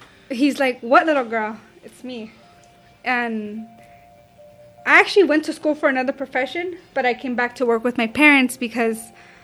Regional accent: Rialto, California, United States; So I grew up there.

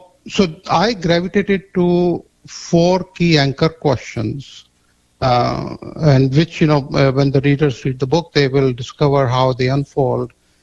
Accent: India; So I grew up in India, and during my youth, there were the new things that were coming up were computers, and I'm talking about like mid-1980s.

